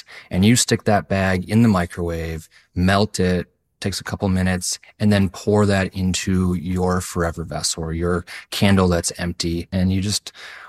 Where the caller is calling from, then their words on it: Brooklyn, New York, United States; Hi, Sarah. Hi, Guy. … I'm calling in from Brooklyn, New York.